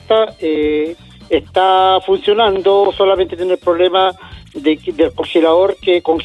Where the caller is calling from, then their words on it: Chiguayante, Biobío, Chile; De Chihuayante.